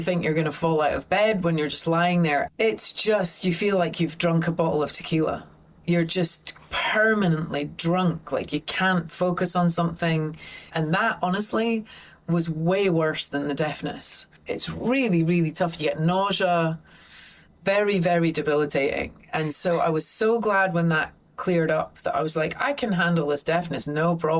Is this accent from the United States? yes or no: no; St Andrews, Scotland, United Kingdom; we grew up in St Andrews, it was only 10,000-11,000 people in town when we grew up. It was just a small place.